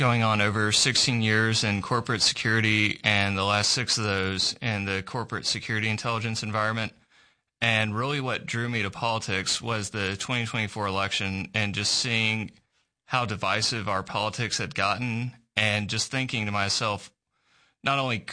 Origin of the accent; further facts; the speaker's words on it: Little Rock, Arkansas, United States; also born or lived in Ferndale, Arkansas; now in Saline County, United States; I grew up in Little Rock and Ferndale, and my wife and I, we moved to Saline County, which is where she's originally from, in 2022.